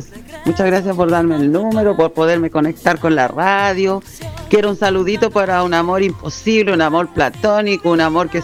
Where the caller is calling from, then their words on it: Isla de Maipo, Santiago Metropolitan Region, Chile